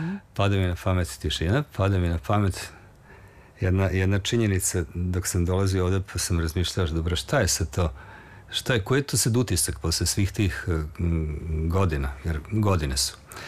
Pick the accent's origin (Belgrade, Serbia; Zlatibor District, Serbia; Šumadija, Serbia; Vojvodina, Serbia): Vojvodina, Serbia; Novi Sad; Za mene je važna Fruška Gora, ja sam iz Novog Sada i to je planina.